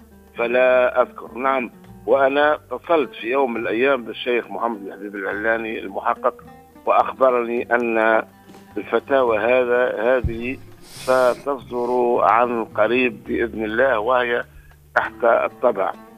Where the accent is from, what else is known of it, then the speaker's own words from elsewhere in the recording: Tunisia; بلادنا تونس